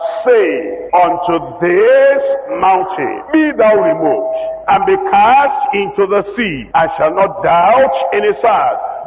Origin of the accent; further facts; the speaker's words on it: Lagos, Nigeria; moved away; And then I moved from Lagos and I got to France.